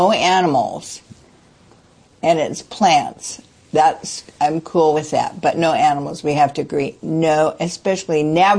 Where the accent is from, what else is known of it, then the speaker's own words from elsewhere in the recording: Bremerton, Washington, United States; born there; I was born in Bremerton, Washington, in the Puget Sound Naval Shipyard Hospital.